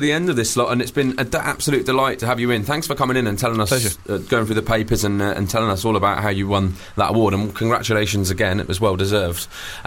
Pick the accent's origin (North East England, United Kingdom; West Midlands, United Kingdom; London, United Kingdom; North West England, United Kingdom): London, United Kingdom; Palmers Green; I grew up in Palmer's Green.